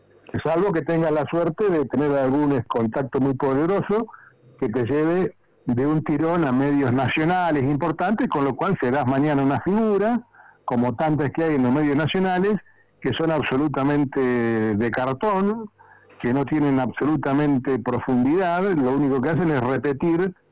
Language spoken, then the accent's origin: Spanish; Tres Lomas, Buenos Aires Province, Argentina; estando en mi pueblo, en Tres Lomas, un pueblo de 7.000 habitantes